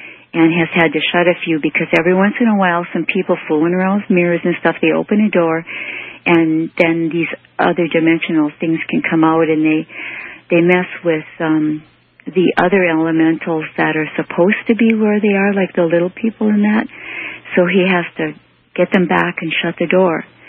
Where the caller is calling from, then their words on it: Michigan, United States; in Upper Michigan.